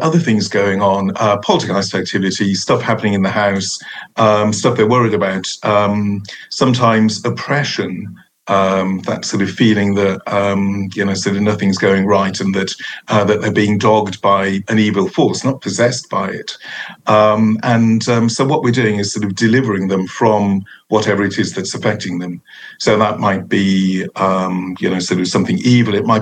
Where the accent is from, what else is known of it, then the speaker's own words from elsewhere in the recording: Merthyr Tydfil, Wales, United Kingdom; moved away as an adult; now in Cardiff, United Kingdom; I'm from Merthyr, as you can tell from the accent. So Merthyr Tydfil, a large town in the South Wales Valleys, about 25 miles north of Cardiff. I grew up there, went to school there